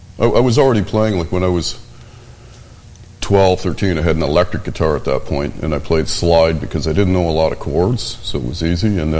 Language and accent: English; Moncton, New Brunswick, Canada; also born or lived in Point Anne, Canada; I did, and I'm not originally from there. I'm from the East Coast. I was born in Moncton